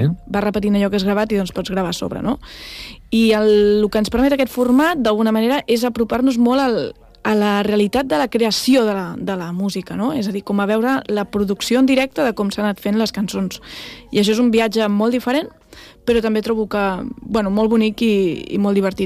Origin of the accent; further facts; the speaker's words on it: Catalonia, Spain; moved away as an adult; now in Llagostera, Spain; jo també em considero d'aquí